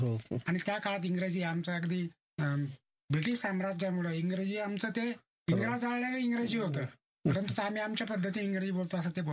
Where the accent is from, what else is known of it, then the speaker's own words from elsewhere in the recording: Maharashtra, India; also born or lived in Nevasa; माझं गाव रुद्रेश्वर देवस्थान जवळ